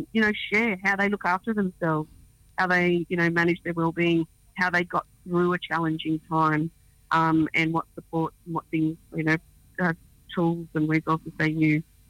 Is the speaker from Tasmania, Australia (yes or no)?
no; Alice Springs, Northern Territory, Australia; born and bred in Bantwa, Alice Springs, Central Australia.